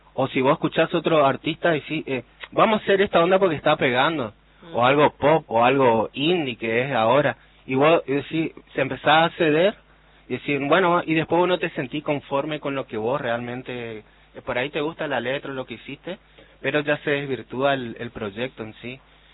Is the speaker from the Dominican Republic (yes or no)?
no; Resistencia, Chaco, Argentina; soy de acá, de Resistencia.